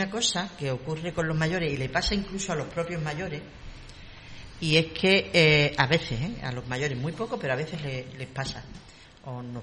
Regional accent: Cádiz, Andalusia, Spain; born there; now in Sanlúcar de Barrameda, Spain; Yo nací en Cádiz.

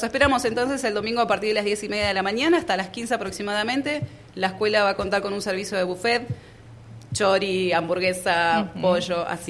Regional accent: Choele Choel, Río Negro, Argentina; Mira, yo tengo 42 años. Desde los 8 años hago esto. Ah. Yo soy nacida y criada en Chuelechuel, a la vera del río Negro.

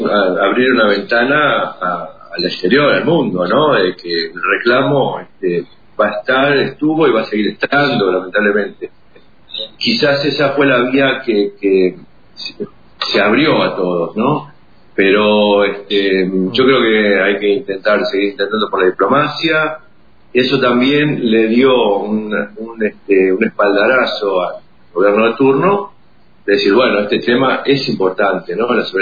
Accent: Buenos Aires, Argentina; now in Falkland Islands; yo soy de La Boca, así que mi tradición pictórica viene a través de mi papá.

